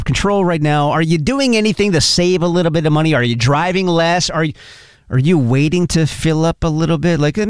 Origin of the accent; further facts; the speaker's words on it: New Jersey, United States; I grew up in New Jersey, in the middle of the Pine Lands in New Jersey, just a big old forest of pine trees. There's nothing around for miles